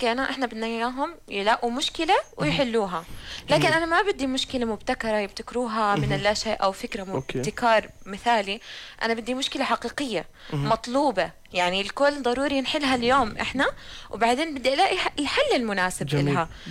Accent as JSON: {"language": "Arabic", "country": "Jordan"}